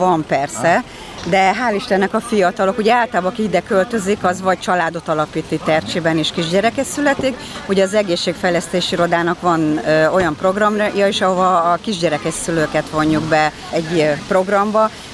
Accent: Ercsi, Fejér, Hungary; Én úgy érzem, hogy hiába vagyunk Ercsiben, városban. Én faluban nőttem fel, Ercsi nagyközség, falu nagyközség.

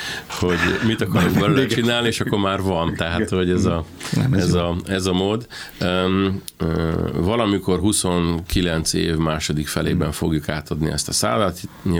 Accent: Pécs, Baranya, Hungary; én is pécsi vagyok

